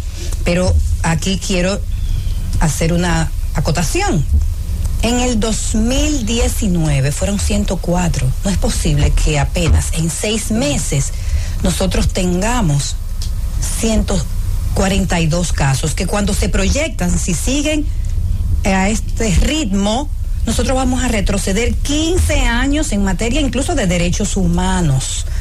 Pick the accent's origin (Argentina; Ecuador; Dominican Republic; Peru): Dominican Republic; Como amiga, como mujer, como, ¿verdad?, como dominicana.